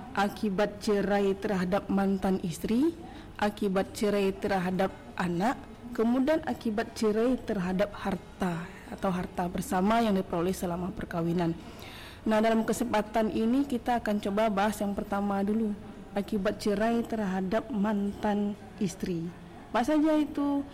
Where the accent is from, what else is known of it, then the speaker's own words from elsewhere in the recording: Bukittinggi, West Sumatra, Indonesia; also born or lived in Pariaman / Pasaman Barat; now in Painan, Indonesia; Aslinya orang Bukit Tinggi.